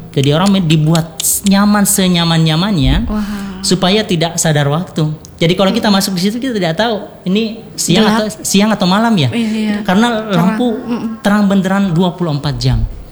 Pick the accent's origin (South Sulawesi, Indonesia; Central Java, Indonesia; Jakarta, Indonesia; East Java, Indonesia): South Sulawesi, Indonesia; kita sebagai orang Bugis Makassar